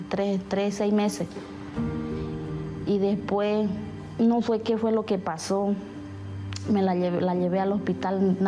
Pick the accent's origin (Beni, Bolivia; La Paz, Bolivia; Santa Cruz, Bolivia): Santa Cruz, Bolivia; Santa Cruz de la Sierra; moved away as an adult; now in Brazil; tengo 28 años, soy de Bolivia, ciudad Santa Cruz.